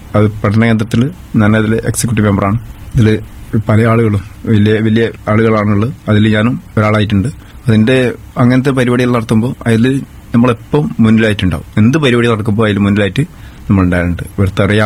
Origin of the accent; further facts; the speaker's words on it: Maloor, Kerala, India; വീട് മാലൂരാണ്, മാലൂർ കപ്പറ്റപ്പയിൽ.